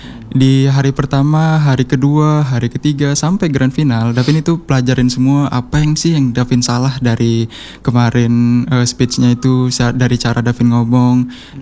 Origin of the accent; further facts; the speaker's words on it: Palembang, South Sumatra, Indonesia; Asli orang Palembang.